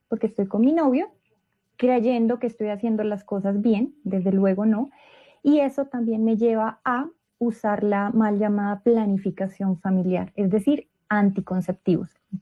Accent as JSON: {"language": "Spanish", "country": "Colombia", "said": "yo soy colombiana, colombianísima. … madre soltera, católica y activista provida."}